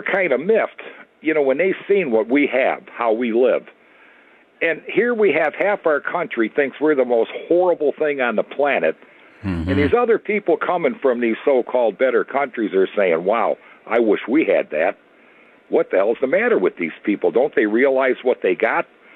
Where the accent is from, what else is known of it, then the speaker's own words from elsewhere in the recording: United States; one of the greatest moments I think I've seen as an American was in Washington at that event